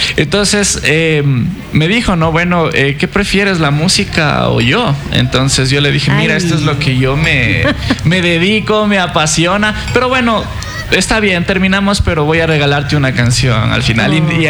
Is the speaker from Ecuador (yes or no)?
yes; Ambato, Tungurahua, Ecuador; moved away as an adult; also born or lived in Phoenix, Arizona, United States; como ecuatoriano, como ambateño